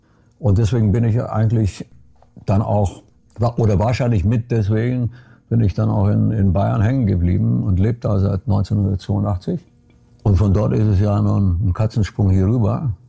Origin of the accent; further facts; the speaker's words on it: Brașov, Brașov County, Romania; now in Bavaria, Germany; Ich bin geboren in Kronstadt in Rumänien im Karpatenbogen. Und das ist vielleicht nicht ganz so hoch, aber auch gebirgig.